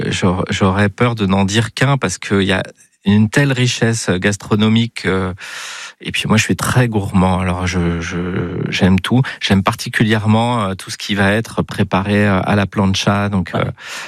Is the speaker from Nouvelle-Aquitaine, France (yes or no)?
yes; Nouvelle-Aquitaine, France; moved away as an adult; also born or lived in Normandy / Avignon; now in Basque Country, France; je reste évidemment très attaché aux Deux-Sèvres parce que c'est de là d'où je viens et où j'ai grandi. Mais je choisirais le Pays Basque parce qu'aujourd'hui ma vie est ici